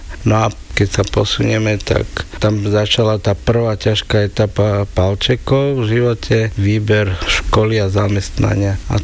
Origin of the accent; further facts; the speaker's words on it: Prievidza, Trenčín Region, Slovakia; u nás v Prievidzi